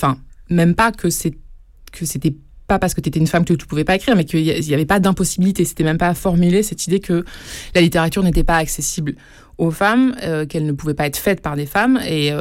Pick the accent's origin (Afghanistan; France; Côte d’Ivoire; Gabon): France; Paris, Île-de-France; born there; Parisienne de naissance.